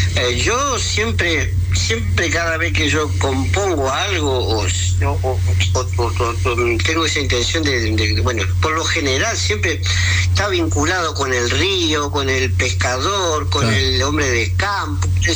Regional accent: Rosario, Santa Fe, Argentina; also born or lived in Nogoyá, Entre Ríos, Argentina; now in Andalusia, Spain; yo, donde yo me crié, yo nací en Entre Ríos, en Nogoyá, donde yo me crié en Villa Diego, en Rosario, se quita de Rosario.

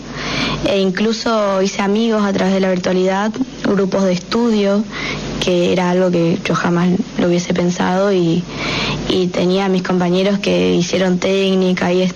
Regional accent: Paso de los Libres, Corrientes, Argentina; moved away as an adult; now in Concordia, Argentina; soy de Paso de los Libres de Corrientes

